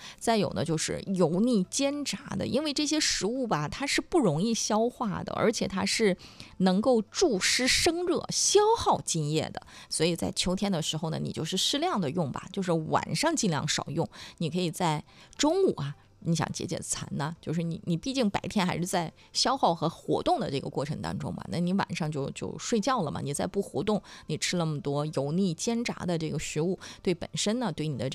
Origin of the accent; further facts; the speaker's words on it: Dalian, Liaoning, China; 就我们大连话就是那个马蹄